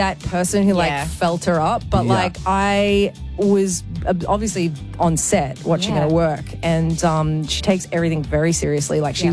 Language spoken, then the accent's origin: English; Australia; I'm Australian